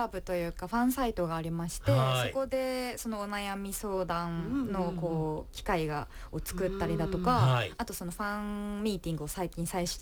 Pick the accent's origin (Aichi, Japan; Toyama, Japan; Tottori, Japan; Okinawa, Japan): Tottori, Japan; 同じ地元鳥取